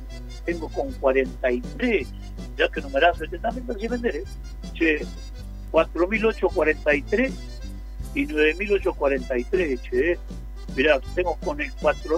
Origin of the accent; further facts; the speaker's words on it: Mar del Plata, Buenos Aires Province, Argentina; Un saludo desde mi ciudad natal, Mar del Plata, paisano.